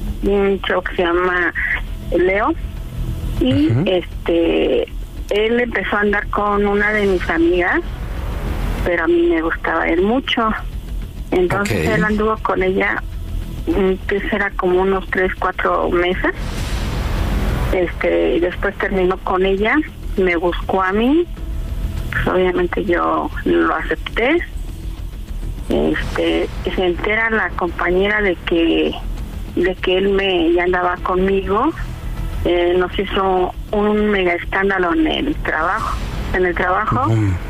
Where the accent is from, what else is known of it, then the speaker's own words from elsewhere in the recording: State of Mexico, Mexico; Tengo 59 y soy del estado, de aquí del México.